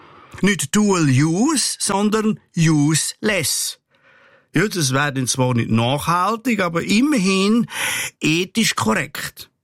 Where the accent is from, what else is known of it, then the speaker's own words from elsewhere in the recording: Switzerland; da sind wir Schweizer nämlich weltweit führend.